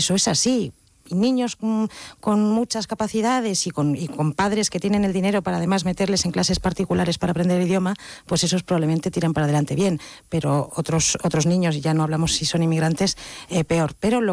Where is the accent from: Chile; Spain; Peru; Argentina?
Spain; Basque Country; Yo como vasca pues estoy muy preocupada por los, muy preocupada, no, vamos, escandalizada por los resultados en el País Vasco.